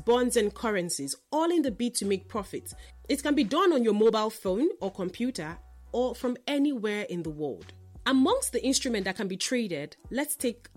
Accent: Nigeria; as a Nigerian

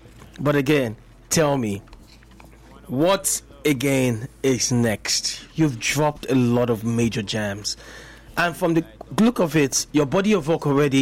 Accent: Lagos, Nigeria; born there; I was born in Lagos.

